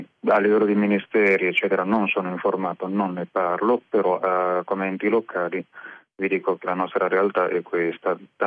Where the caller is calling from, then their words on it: Piedmont, Italy; telefono dalla provincia di Torino.